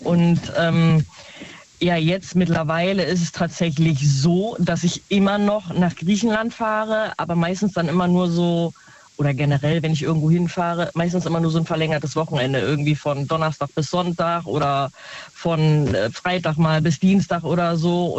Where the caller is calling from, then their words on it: Neunkirchen, North Rhine-Westphalia, Germany; Genau, aus Neunkirchen.